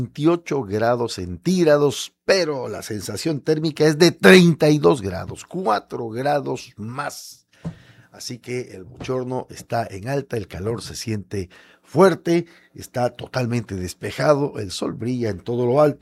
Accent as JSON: {"language": "Spanish", "region": "Tabasco", "country": "Mexico", "said": "somos tabasqueños"}